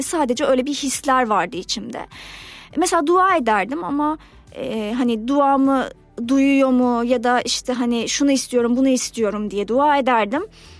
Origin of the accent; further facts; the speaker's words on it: Istanbul, Turkey; born there; Ben 88 doğumluyum. İstanbul'da doğdum. Ailem de yani İstanbul'daydı hep. Müslüman bir aileden geliyorum.